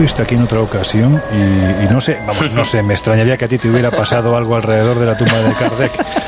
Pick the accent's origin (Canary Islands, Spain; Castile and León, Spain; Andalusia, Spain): Andalusia, Spain; y yo soy andaluz, y como buen andaluz, yo sí